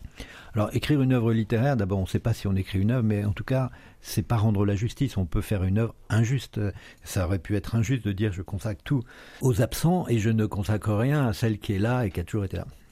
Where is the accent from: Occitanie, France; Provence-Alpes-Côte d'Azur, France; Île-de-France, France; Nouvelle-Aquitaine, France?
Provence-Alpes-Côte d'Azur, France; Nice; born there; je suis né à Nice d'ailleurs, ce qui est absurde, ma grand-mère, de peur que les voisins voient ma mère au ventre arrondi, elle l'avait exilée, il n'y a pas d'autre mot, sur les hauteurs de Nice, chez des bergers